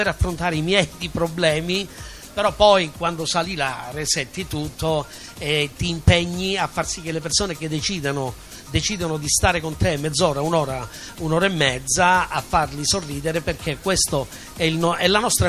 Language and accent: Italian; Catanzaro, Calabria, Italy; arrivo da Catanzaro